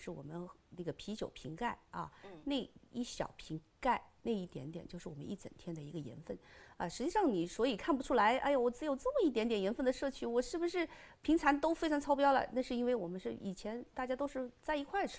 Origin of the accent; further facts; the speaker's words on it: Hunan, China; 这个都是我们湖南人的喜爱，